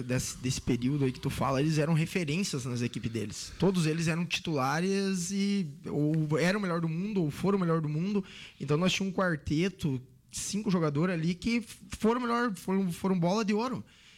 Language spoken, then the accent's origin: Portuguese; Brazil